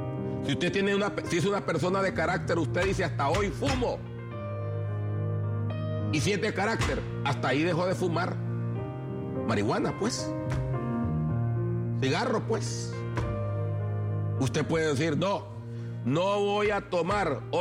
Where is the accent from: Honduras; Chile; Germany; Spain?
Honduras; yo soy hondureño